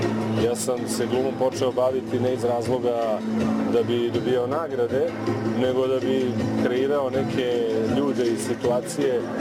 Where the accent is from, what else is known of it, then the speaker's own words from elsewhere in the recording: Sombor, Vojvodina, Serbia; born there; iako sam rođen u Somboru, da sam u stvari nekako kod kuće.